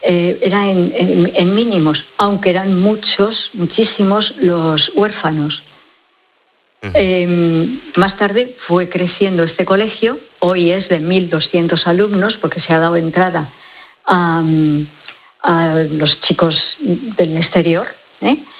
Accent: Bañares, La Rioja, Spain; moved away as an adult; now in El Salvador; Pues una de Logroño, como soy yo, soy de Bañares, ¿eh? Uh-huh. De Bañares.

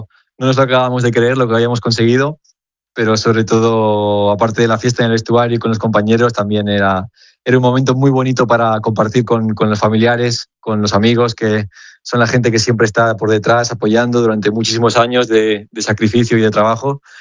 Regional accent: Barcelona, Catalonia, Spain; born there; no le cuadra un poco el acento, pero bueno, yo también nací aquí en Barcelona y... Sí. Pero bueno, mi familia es toda argentina, las raíces argentinas las conservamos desde siempre

